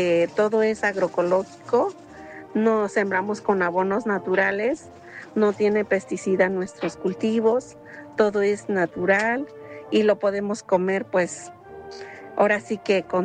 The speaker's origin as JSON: {"language": "Spanish", "area": "Xochimilco", "region": "Mexico City", "country": "Mexico", "tie": "born or raised there", "also_born_or_lived": "Toluca, State of Mexico", "said": "yo soy del estado de Toluca, pero vivo en Xochimilco desde muy pequeña y sembramos las verduras."}